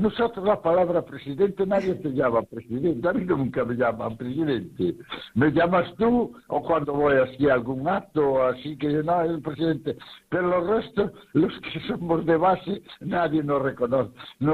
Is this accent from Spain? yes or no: yes; Redondela, Galicia, Spain; como soy un amante de mi pueblo, y sabes que Redondela hay muchas actividades lúdicas y de cultura y de todo eso.